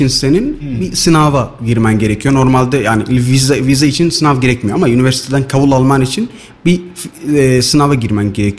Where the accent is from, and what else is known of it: Somalia; Turkish is a second language; moved away as an adult; now in Turkey